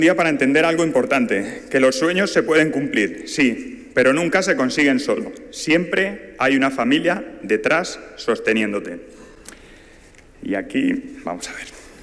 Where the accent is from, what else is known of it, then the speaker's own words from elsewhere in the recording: Sonseca, Castilla-La Mancha, Spain; also born or lived in Extremadura; allí están mis raíces, pero mi corazón también pertenece a Castilla-La Mancha. Llegué con apenas 5 años a esta tierra, concretamente a Sonseca, en Toledo. Me instalé junto a mi familia en la casa cuartel de la Guardia Civil del pueblo y allí crecí.